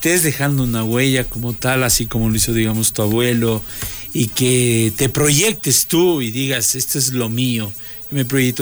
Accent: Cristóbal Colón, Carchi, Ecuador; moved away; Del norte, en el Carchi, en Cristóbal Colón.

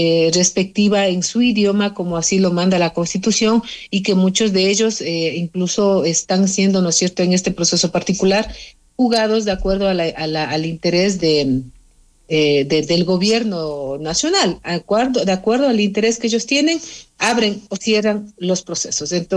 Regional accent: Otavalo, Imbabura, Ecuador; Solamente aclarándote que no soy de Cotacachi. Es de Cotacachi, es un pueblo vecino, hermano nuestro, pero yo soy de Otavalo.

